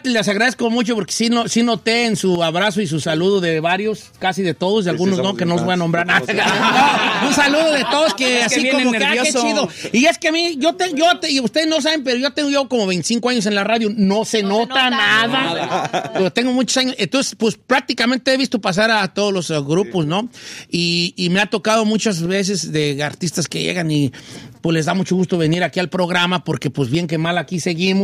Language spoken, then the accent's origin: Spanish; Guanajuato, Mexico; Yo también soy de Guanajuato.